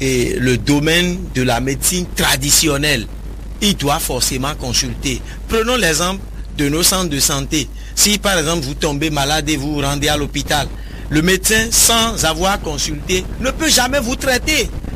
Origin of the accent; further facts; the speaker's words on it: Benin; Je suis béninois.